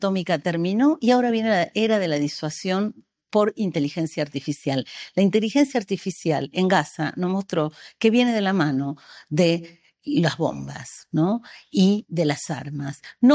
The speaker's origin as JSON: {"language": "Spanish", "country": "Argentina", "said": "hablo de Argentina porque vengo de ahí"}